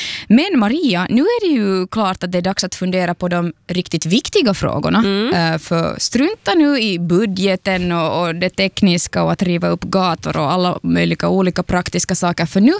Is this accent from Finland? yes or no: yes; Finland; blir man ju lite orolig som finlandssvensk här